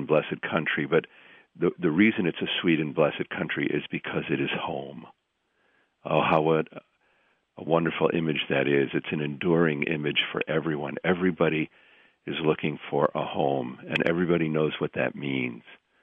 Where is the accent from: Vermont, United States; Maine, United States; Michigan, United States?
Vermont, United States; I'm a New Englander. When I cross the border into Vermont, I know I've come home.